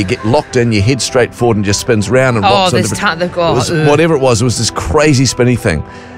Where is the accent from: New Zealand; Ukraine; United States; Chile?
New Zealand; we're from New Zealand.